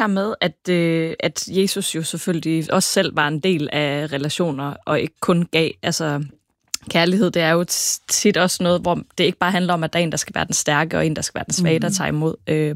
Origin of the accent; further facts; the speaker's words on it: West Jutland, Denmark; Jeg er også fra Vestjylland.